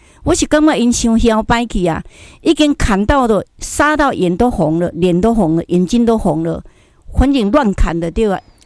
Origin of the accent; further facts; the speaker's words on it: Taiwan; 因为我是台湾人，什么栋啊拢台湾人啊